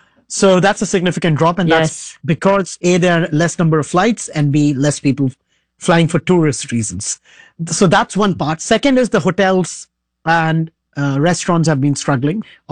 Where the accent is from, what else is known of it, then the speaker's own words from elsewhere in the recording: India; now in Dubai, United Arab Emirates; I come from India